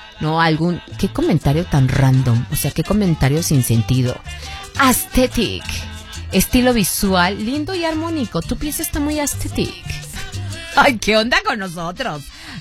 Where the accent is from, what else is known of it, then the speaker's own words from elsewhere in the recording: Mexico; O sea, somos mexicanos y todo en inglés. Todo en Spanglish.